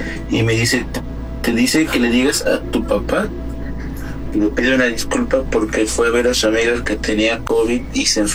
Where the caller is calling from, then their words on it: Toluca, State of Mexico, Mexico; De aquí de Toluca